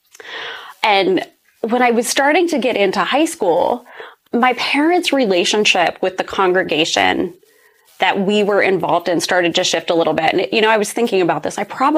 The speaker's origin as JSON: {"language": "English", "region": "Ohio", "country": "United States", "tie": "born or raised there", "said": "So I grew up in a very rural part of Ohio. And my family, we were churchgoers."}